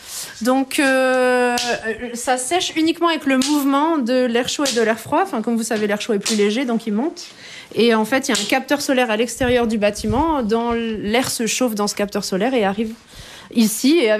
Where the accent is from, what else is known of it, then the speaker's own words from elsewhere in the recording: Bourgogne-Franche-Comté, France; now in Ardèche, France; Non, je suis de Franche-Comté.